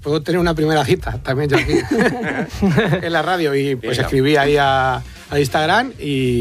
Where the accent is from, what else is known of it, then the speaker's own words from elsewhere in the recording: Aranjuez, Community of Madrid, Spain; accent: Toledo; Pues en mi pueblo, yo soy de Aranjuez, pero es frontera con Toledo, o sea...